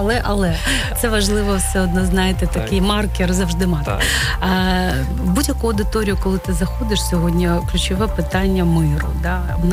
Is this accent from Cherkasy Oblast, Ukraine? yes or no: yes; Cherkasy, Cherkasy Oblast, Ukraine; now in Kyiv, Ukraine; чи в моїх рідних Черкасах, чи в Києві, чи зараз от в Чернівцях, де, ну, давно не була.